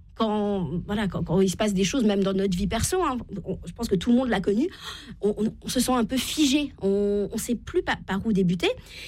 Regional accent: Normandy, France; Voilà, exactement, je viens de la Normandie, Uber Eats n'est pas arrivé partout en France, on est bien d'accord.

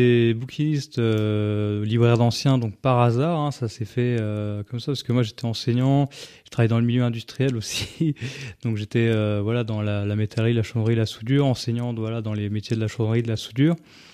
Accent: Fontenoy-la-Joûte, Grand Est, France; moi, je suis né à Fontenoy-la-Joûte, donc j'étais là avant le village du Livre

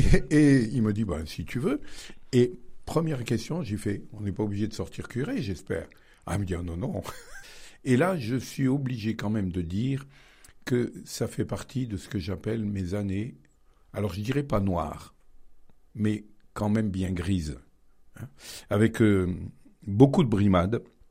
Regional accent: Baternay, Auvergne-Rhône-Alpes, France; born there

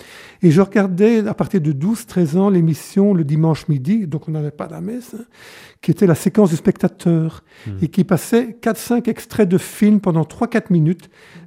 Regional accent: Pottes, Wallonia, Belgium; born there; Alors, je suis né plutôt à Poth, donc c'est une petite ville à quelques kilomètres de Tournai, dans le Tournaisie donc. Et mes parents étaient fermiers, paysans, comme on dit. Et donc, je suis né en 1952

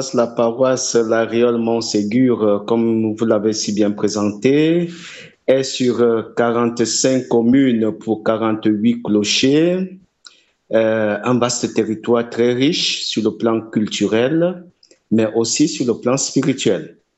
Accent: Cameroon; now in France; Je suis camerounais

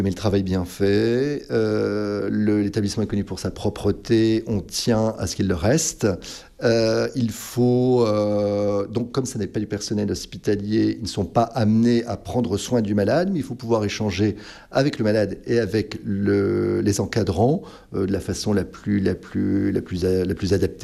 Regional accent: Paris, Île-de-France, France; now in Lourdes, France; je suis parisien

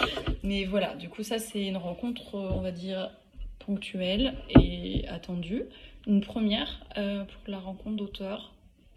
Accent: France; en tant que français

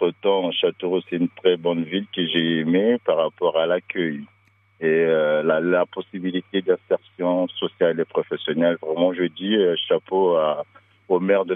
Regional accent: Republic of the Congo; Moi je suis du Congo Brazzaville.

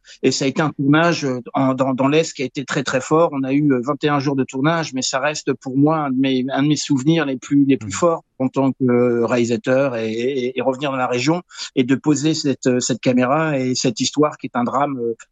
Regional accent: Thionville, Grand Est, France; born there; où mon père est né, et ils sont venus s'installer à Thionville dans les années 50-60, et je suis né en 67 à Thionville.

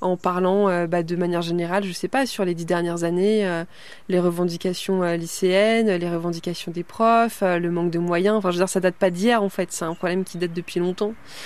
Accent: Brittany, France; born there; Bah oui, moi je suis bretonne, je suis née dans la région de Lorient.

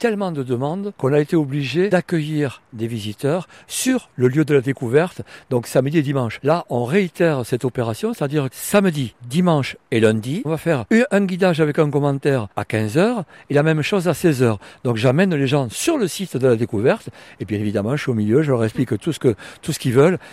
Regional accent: south of France, France; comme je viens du sud de la France, Piémont-Pyrénées

